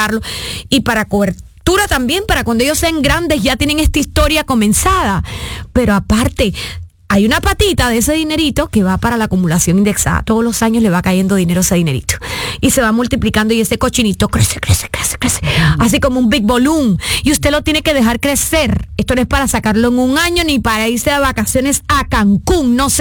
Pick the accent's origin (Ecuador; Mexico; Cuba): Cuba; Una vez más, soy una cubana de corazón internacional, pero estos traumas de niña jamás se me olvidarán.